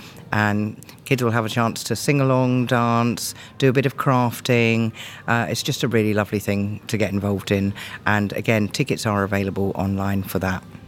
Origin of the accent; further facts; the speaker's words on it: Redhill, South East England, United Kingdom; I grew up in Redhill, but most of my work takes place